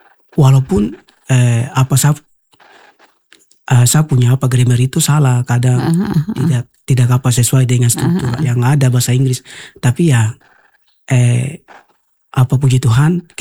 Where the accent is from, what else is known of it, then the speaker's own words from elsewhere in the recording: West Papua, Indonesia; Karena kita orang Arfak itu dulu, sebelum dia maju itu kita dulu, orang tua kita makan dari alam.